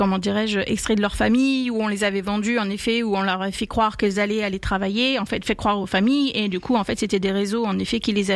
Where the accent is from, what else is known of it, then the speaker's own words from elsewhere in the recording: France; born there; La vie a fait que je suis née en France, avec la protection, en effet, que m'offre, du coup, ma nationalité.